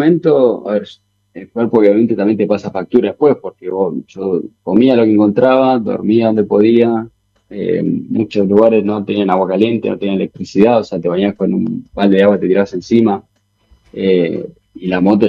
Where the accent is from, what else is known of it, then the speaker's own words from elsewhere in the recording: Argentina; acabo de llegar, soy de Argentina